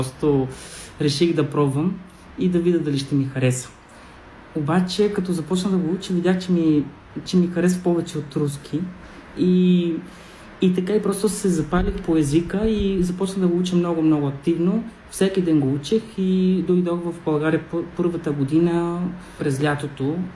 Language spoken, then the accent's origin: Bulgarian; Cádiz, Andalusia, Spain; Bulgarian is a second language; moved away as an adult; now in Sofia, Bulgaria; съм от южната част на Испания, което е още по-различно. Андалусия, където е Севилия, Кадис, аз съм родом от Кадис.